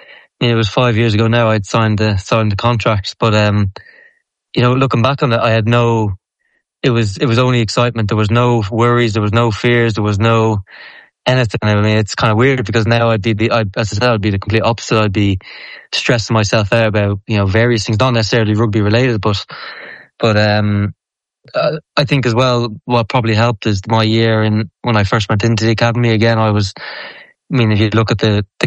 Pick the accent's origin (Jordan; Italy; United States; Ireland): Ireland; now in France; I'm Irish or because I'm foreign